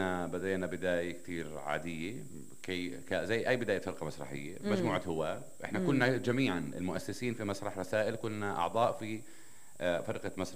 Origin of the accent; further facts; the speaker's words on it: Nablus, West Bank, Palestine; كمان إحنا من نابلس يعني.